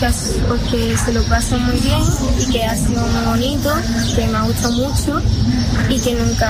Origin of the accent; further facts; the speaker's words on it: Roquetas de Mar, Andalusia, Spain; tengo 12 años y soy de Roque.